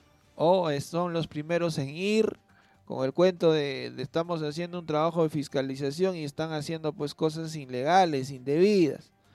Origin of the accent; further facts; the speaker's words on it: Ayacucho, Peru; como paisanos que somos, como buenos ayacuchanos, huamanguinos de corazón